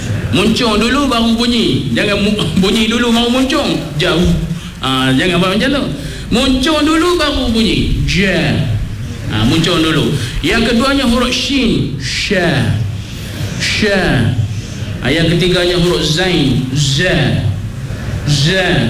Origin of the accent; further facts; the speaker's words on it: Kedah, Malaysia; Saya orang Kedah juga, orang utara juga, orang Pinang juga.